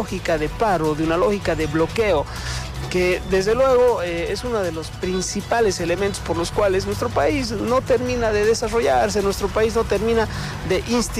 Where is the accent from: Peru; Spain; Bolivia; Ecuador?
Bolivia; y más me duele como boliviano.